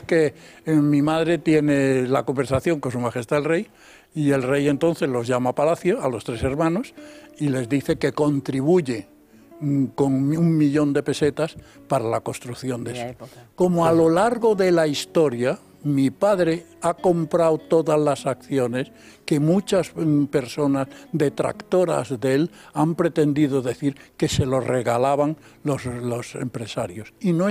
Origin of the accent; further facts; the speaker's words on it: Spain; born there; el chalet donde yo nací, en la avenida del Valle número 30.